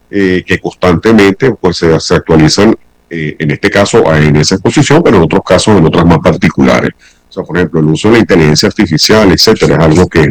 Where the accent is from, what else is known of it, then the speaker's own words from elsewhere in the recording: Venezuela; nosotros como venezolanos